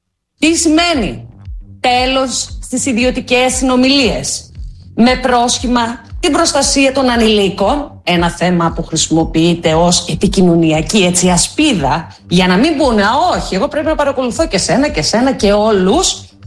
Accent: Greece; Προσπαθώ να βγάλω κι εγώ έτσι μια άκρη σαν Ελληνίδα φορολογούμενη.

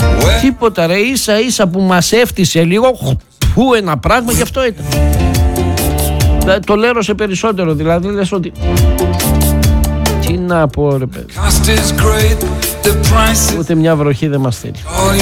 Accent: Greece; σαν Έλληνες

